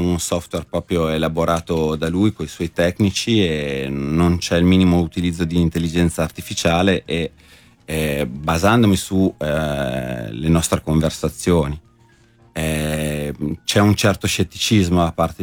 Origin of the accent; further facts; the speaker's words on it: Parma, Emilia-Romagna, Italy; in quella che è la mia città, perché sono di Parma